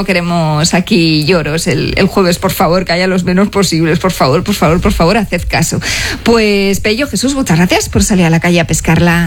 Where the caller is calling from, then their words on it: Alicante, Valencian Community, Spain; soy de Alicante